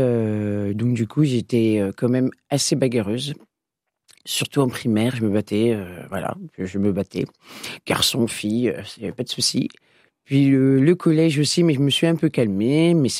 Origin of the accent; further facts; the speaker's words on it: Angoulême, Nouvelle-Aquitaine, France; moved away as an adult; now in Bordeaux, France; je viens d'Angoulême. Et je suis venue sur Bordeaux quand j'ai eu 20 ans.